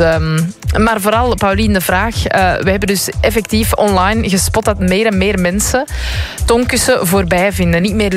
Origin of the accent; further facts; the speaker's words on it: Antwerp, Flanders, Belgium; Ik kom ook van Antwerpen.